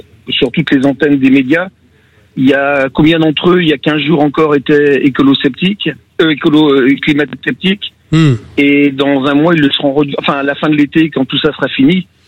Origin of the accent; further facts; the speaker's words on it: Lyon, Auvergne-Rhône-Alpes, France; Je suis lyonnais, oui.